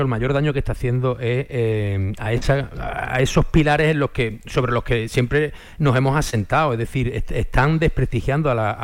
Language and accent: Spanish; Spain; es muy triste y es muy duro ver como español y como ciudadano